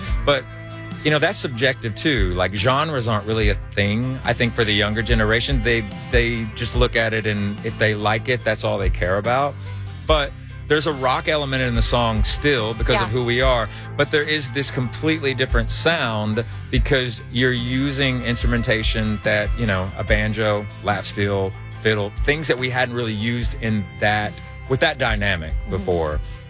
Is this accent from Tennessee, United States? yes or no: yes; Knoxville, Tennessee, United States; You know, I grew up in Knoxville, Tennessee